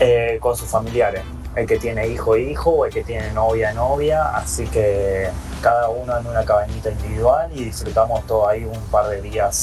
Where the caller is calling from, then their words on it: Carmen, Santa Fe, Argentina; de Carmen Santa Fe.